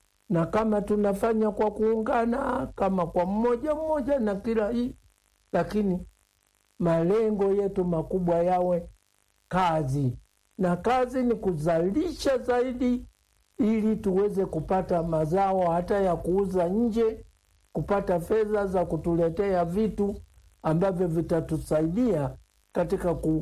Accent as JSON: {"language": "Swahili", "region": "Dodoma", "country": "Tanzania", "tie": "born or raised there", "said": "naifahamu historia ya Dodoma kwa kuwa nimezaliwa hapa na nimekuwa mkazi wa hapa"}